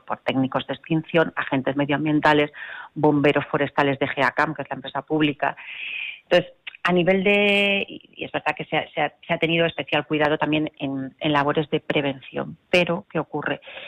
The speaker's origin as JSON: {"language": "Spanish", "town": "Guadalajara", "region": "Castilla-La Mancha", "country": "Spain", "said": "nos recuerda a la vivida en la riba de Salices, a los que somos de Guadalajara"}